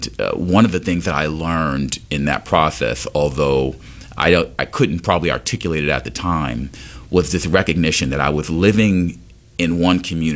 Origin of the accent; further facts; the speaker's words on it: New York City, New York, United States; I grew up actually in South Jamaica, Queens, New York, and I grew up there.